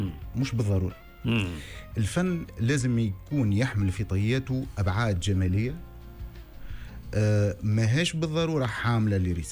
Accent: Tunisia; تحيه للحومه واد نوار. فهمتني خاطرني تربيت غادي ونشأت غادي

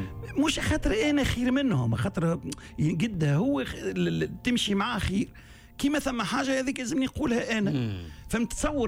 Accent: Matmata, Gabès Governorate, Tunisia; انا محافظ جنوبي من مطماطة، وكلنا التوانسه

